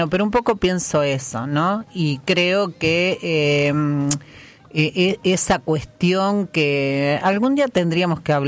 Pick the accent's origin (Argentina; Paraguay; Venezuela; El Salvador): Argentina; San José de la Esquina, Santa Fe; born there; moved away; also born or lived in Rufino